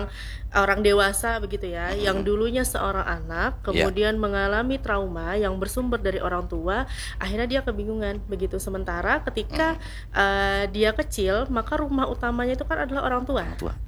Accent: South Kalimantan, Indonesia; ibaratnya kalau kita orang Banjar ngomongnya gitu ya

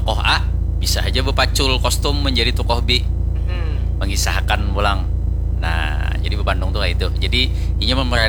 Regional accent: South Kalimantan, Indonesia; Sebenarnya dalam budaya kita Banjar itu mau berkisah kah, mau mendongeng kah, mau berpandung kah, itu kada lepas daripada komedi.

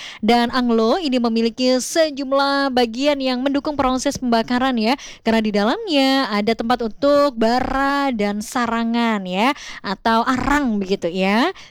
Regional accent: Java, Indonesia; kita sebagai orang Jawa

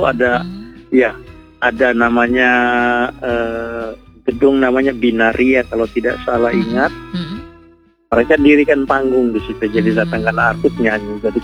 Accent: Merauke, South Papua, Indonesia; Oh iya, saya orang Merauke, lahir di Merauke.

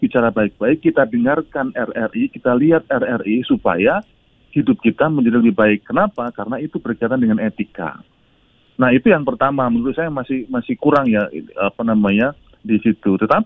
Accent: Yogyakarta, Special Region of Yogyakarta, Indonesia; karena saya dari Jogja ya

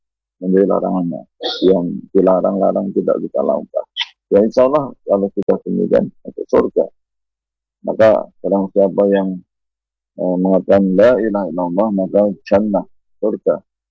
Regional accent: Java, Indonesia; first language Javanese; Indonesian is a second language; kita di Jawa ini dengan bahasa ibunya, bahasa Jawa.

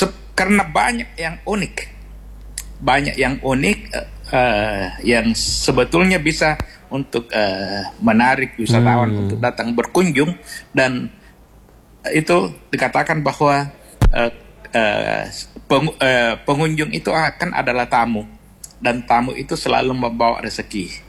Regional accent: Galesong, South Sulawesi, Indonesia; seperti di kampung saya di Galesong itu ada namanya Bungum Barania ya.

